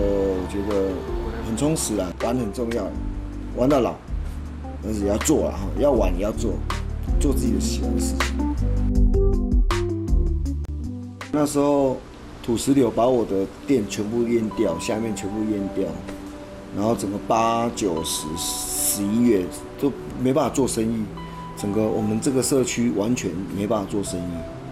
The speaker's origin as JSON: {"language": "Chinese", "region": "Kaohsiung", "country": "Taiwan", "tie": "born or raised there", "also_born_or_lived": "Neipu, Pingtung", "moved": "as an adult", "said": "我是屏东孩子，我在内埔出生，高雄长大，然后来这边工作是从86年左右下来。"}